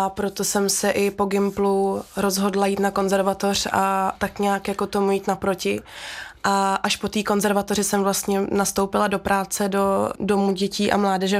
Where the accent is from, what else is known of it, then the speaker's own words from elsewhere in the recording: Prague, Czechia; born there; narodila jsem se v Praze, jsem se narodila, v minulém století ještě, v roce 98.